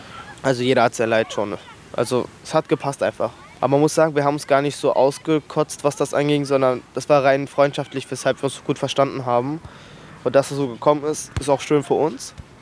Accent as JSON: {"language": "German", "region": "Berlin", "country": "Germany", "tie": "born or raised there", "said": "Also ich bin 18 Jahre alt, bin morbid groß geworden. Ich bin auch hier geboren in Berlin. Also es ist natürlich schon meine Heimat hier."}